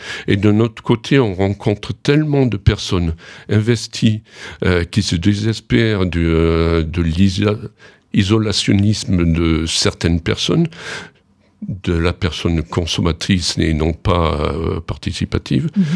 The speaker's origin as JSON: {"language": "French", "town": "Colombier-le-Vieux", "region": "Auvergne-Rhône-Alpes", "country": "France", "lives_now": "Romans-sur-Isère, France", "said": "Non, je suis de Colombier-le-Vieux, en Nord-Est, okay."}